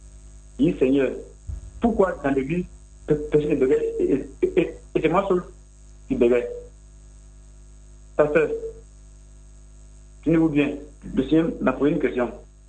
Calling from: Abidjan, Côte d’Ivoire; J'appelle Yopougon Biabou.

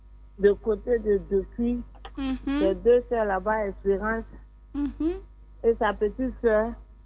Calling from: Abidjan, Côte d’Ivoire; Oui, et j'appelle d'Adjamé

